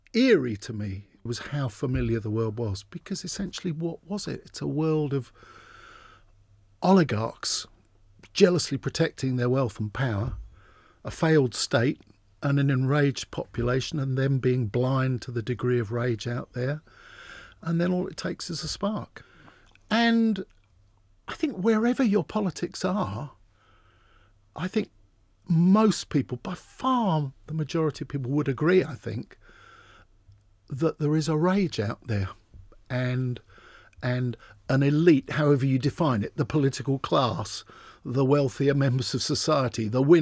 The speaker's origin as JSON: {"language": "English", "town": "Gravesend", "region": "South East England", "country": "United Kingdom", "tie": "born or raised there", "said": "I grew up mainly in Gravesend, actually, which is what they call estuary, isn't it? It's the Medway, near the Medway, on the Thames. My dad worked on the Thames. And it certainly then was quite a blue collar place."}